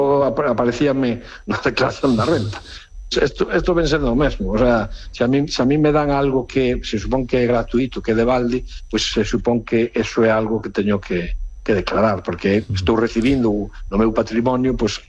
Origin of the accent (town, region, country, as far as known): Lugo, Galicia, Spain